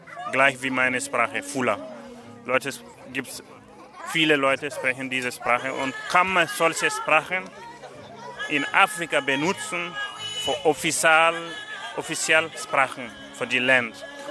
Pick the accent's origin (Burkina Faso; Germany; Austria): Burkina Faso; German is a second language; moved away; ich komme aus Burkina Faso, ich bin auch aus dem Norden von Burkina, Nomaden.